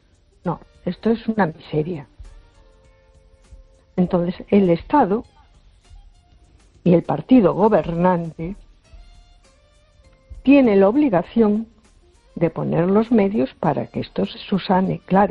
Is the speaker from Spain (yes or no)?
yes; A Coruña, Galicia, Spain